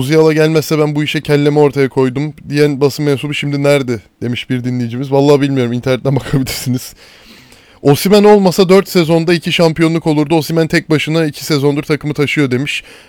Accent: Çorum, Turkey; now in Istanbul, Turkey; Aynı zamanda memleketim Çorumspor'da canı gönülden kutluyorum. Mutluyuz, onurluyuz, gururluyuz çünkü Çorumluyuz.

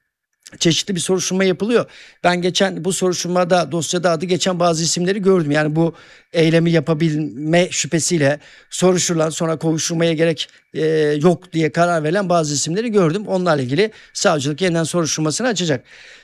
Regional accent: Erzincan, Turkey; Ben çocuktum, ben de Erzincanlıyım.

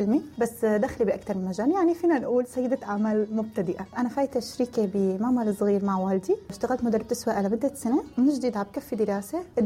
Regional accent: Syria; moved away as an adult; now in Turkey; أنا طلعت من سوريا مثل كل مواليد التسعينات، ما قدرت كفي جامعتي، أخذت البكالوريا، طلعت لتركيا

